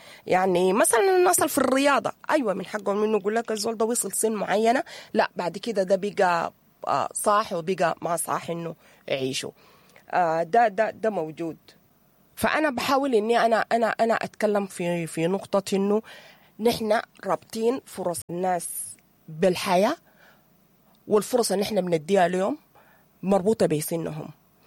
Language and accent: Arabic; Sudan; عندنا نحن كمجتمع سوداني. نحن كمجتمع سوداني